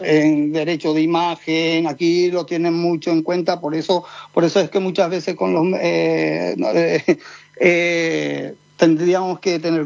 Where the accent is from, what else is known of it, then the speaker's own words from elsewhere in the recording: Caraguatal, Paraguay; moved away as an adult; now in Madrid, Spain; Yo soy de Caraguatal.